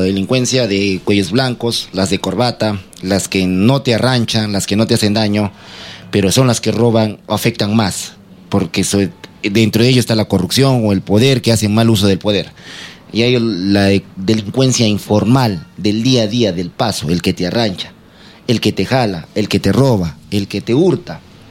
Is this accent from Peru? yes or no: yes; Peru